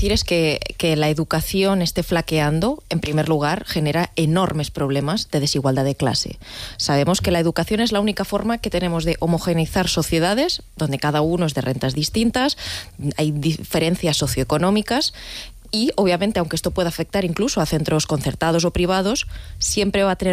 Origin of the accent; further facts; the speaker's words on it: Catalonia, Spain; en el caso de Cataluña, que lo conozco bien, soy catalana